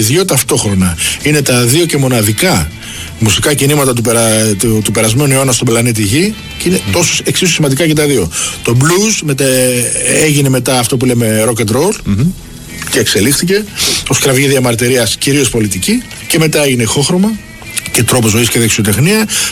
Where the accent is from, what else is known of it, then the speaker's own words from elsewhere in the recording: Piraeus, Attica, Greece; born there; καταγωγή μου από τη Σκιάθο. Γεννημένος εδώ στο Πασαλιμάνι, αλλά η καταγωγή είναι από τη Σκιάθο.